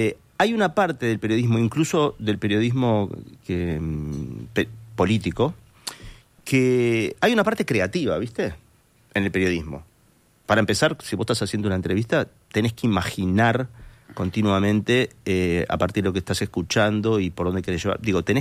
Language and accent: Spanish; Montevideo, Uruguay; que me mudé a Sayago